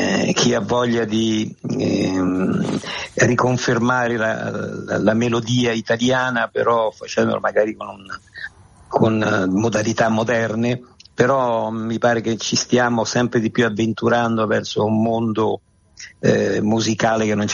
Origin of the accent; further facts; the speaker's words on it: Rome, Lazio, Italy; sono romano.